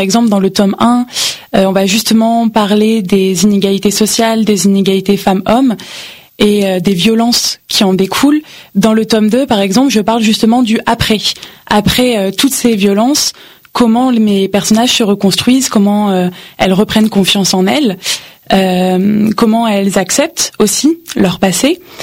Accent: Lille, Hauts-de-France, France; moved away; dans le Nord, dans ma région natale.

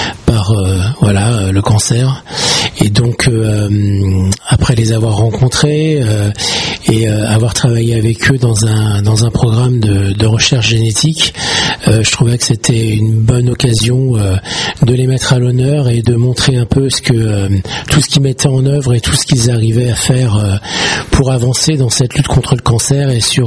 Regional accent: Saint-Leu-la-Forêt, Île-de-France, France; je viens de Saint-Leu-la-Forêt.

